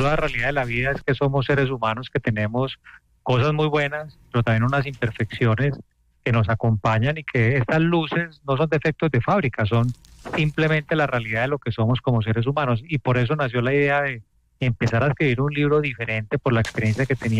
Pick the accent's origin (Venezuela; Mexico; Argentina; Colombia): Colombia; Cali, Valle del Cauca; actualmente en Cali, pero he estado viviendo en otros países y en otras ciudades, pero hoy creo que Cali será, soy caleño y Cali será mi destino por bastantes años.